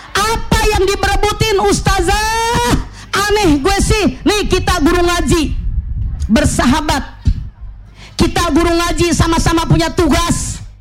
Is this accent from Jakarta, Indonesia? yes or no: yes; Jakarta, Indonesia; Gue tahu persis Tanah Abang, kampung gue.